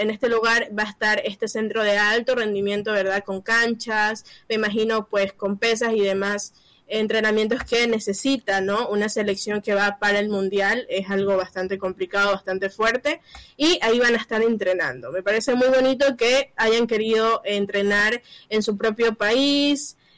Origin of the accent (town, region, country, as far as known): Ecuador